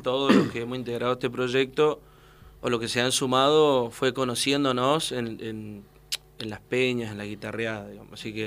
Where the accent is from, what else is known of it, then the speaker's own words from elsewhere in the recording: Chaco, Argentina; now in Córdoba, Argentina; porque soy chaqueño.